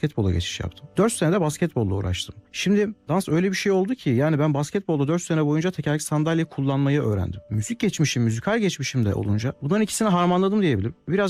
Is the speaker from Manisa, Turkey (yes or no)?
yes; Akhisar, Manisa, Turkey; now in Istanbul, Turkey; 1992 Manisa Akhisar doğumluyum. İlk öğretim ve orta öğrenimimi Akhisar'da tamamladım.